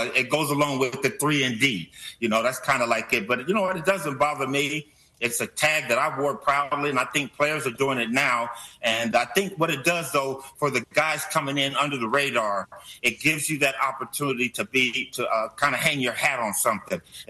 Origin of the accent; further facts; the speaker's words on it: Los Angeles, California, United States; born there; L.A. Riot, my hometown team.